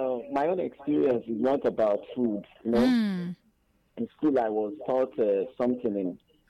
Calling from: Abakaliki, Ebonyi, Nigeria; I'm calling from Abakaliki.

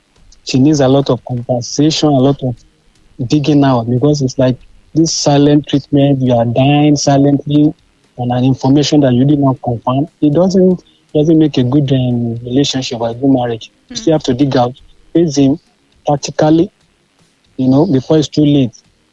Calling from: Kitui, Kitui County, Kenya; They're calling from Kitui.

